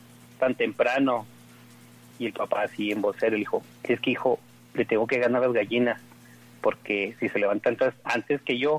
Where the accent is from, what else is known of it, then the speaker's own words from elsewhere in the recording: Ciudad Juárez, Chihuahua, Mexico; somos de aquí de Juárez y nos decimos diocesanos